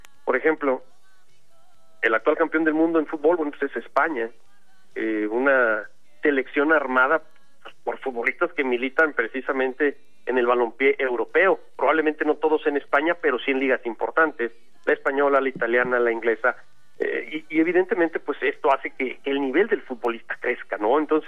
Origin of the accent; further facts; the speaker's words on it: Mexico; uno como mexicano